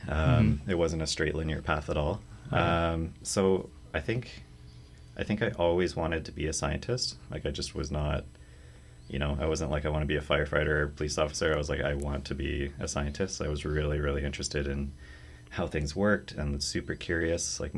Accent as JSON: {"language": "English", "town": "Thunder Bay", "region": "Ontario", "country": "Canada", "lives_now": "Ottawa, Canada", "said": "So then I'm originally from Thunder Bay, so Northern Ontario, not a large city, but like a decent size, the biggest one in that region."}